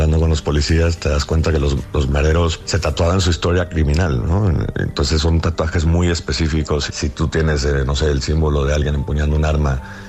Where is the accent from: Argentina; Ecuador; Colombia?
Colombia; now in Mexico; como Colombia, de donde soy, o de México, donde vivo